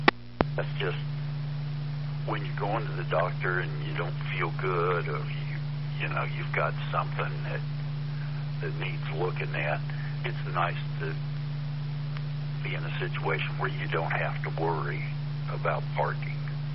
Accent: Atchison, Kansas, United States; which is about 25 miles, almost due south of my hometown of Atchison, Kansas.

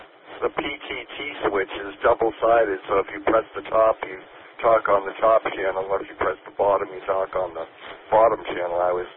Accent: Quincy, Massachusetts, United States; Actually, I'm here from Quincy, Massachusetts. Quincy, Massachusetts, the city of presidents, just south of Boston.

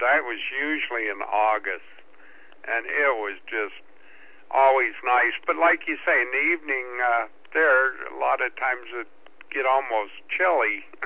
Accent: California, United States; I've been in California since 1950 when I was three

